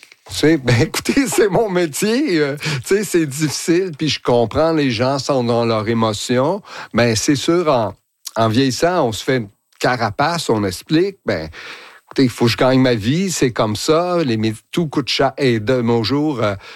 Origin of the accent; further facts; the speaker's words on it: Sainte-Adèle, Quebec, Canada; tu sais, pour moi, je viens de Sainte-Adèle